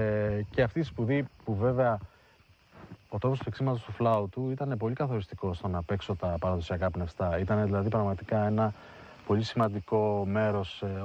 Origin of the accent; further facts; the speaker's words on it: Heraklion, Crete, Greece; moved away; also born or lived in Athens; στο Ηράκλειο που γεννήθηκα